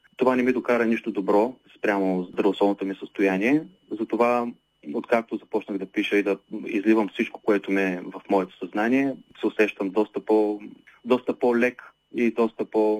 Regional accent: Obzor, Burgas Province, Bulgaria; Живея в Обзор, народно съм от Обзор и живея в Обзор.

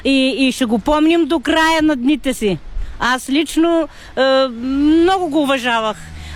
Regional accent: Zagrazhden, Smolyan Province, Bulgaria; От село Загражден, община Баните.

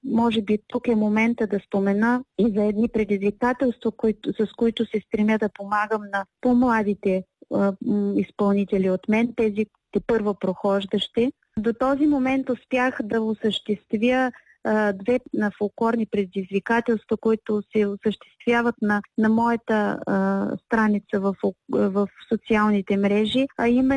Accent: Thrace, Bulgaria; както казах, аз съм тракийка

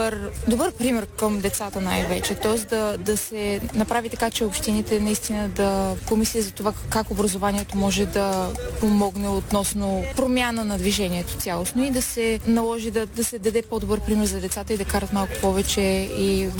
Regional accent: Burgas, Burgas Province, Bulgaria; Да, аз съм си от Бургас.

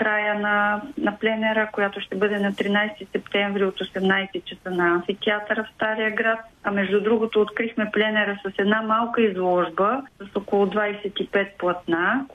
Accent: Sozopol, Burgas Province, Bulgaria; И винаги преоткривам Созопол, моят роден град, през очите на художниците

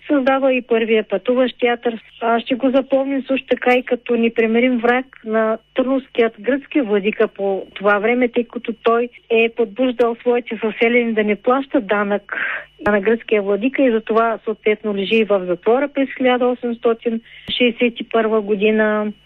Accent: Byala Cherkva, Veliko Tarnovo Province, Bulgaria

